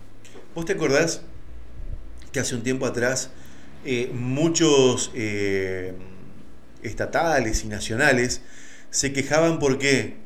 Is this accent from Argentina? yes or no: yes; Argentina; nosotros como argentinos